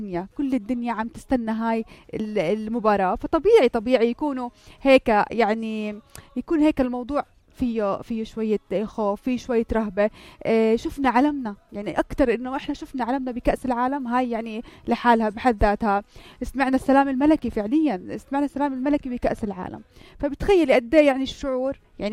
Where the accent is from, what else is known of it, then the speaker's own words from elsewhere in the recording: Jordan; وكيف إحنا كأردنيين ما نمنا